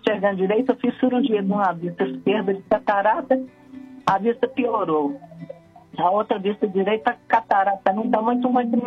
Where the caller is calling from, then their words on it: Belo Horizonte, Minas Gerais, Brazil; Eu falo de Belo Horizonte.